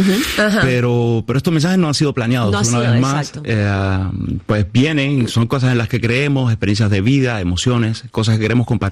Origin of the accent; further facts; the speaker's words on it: Havana, Cuba; moved away as an adult; now in France; Yo tuve la suerte de haber estudiado música en mi país